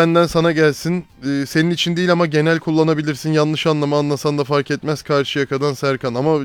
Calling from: Bursa, Turkey; ben Bursa'dan.

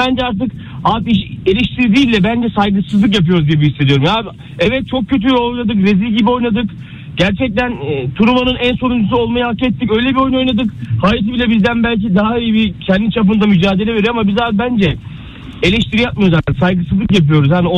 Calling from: Istanbul, Turkey; Ben İstanbul'dan, İstanbul'dan

